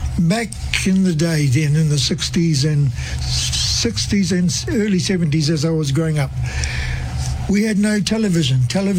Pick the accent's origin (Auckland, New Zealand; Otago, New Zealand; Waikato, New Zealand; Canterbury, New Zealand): Auckland, New Zealand; Well, I was born in Tamaki Makaurau here, Auckland City, at St. Helens Hospital, when it was situated at the corner of Pitt Street and Howe Street, yeah. Auckland CBD, 1955.